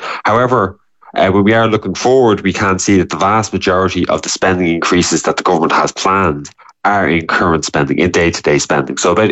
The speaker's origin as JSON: {"language": "English", "country": "Ireland"}